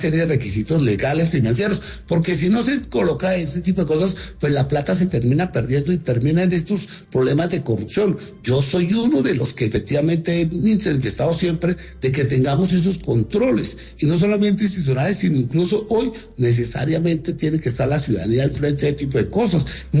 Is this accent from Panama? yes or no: no; Colombia; es que como colombianos hacemos una veeduría que esa decisión se haga y se haga correctamente.